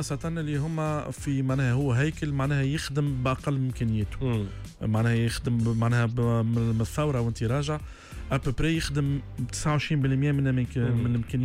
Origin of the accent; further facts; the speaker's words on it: Tunisia; كان ثم عندنا في تونس باتريمون ايكولوجيك مزيان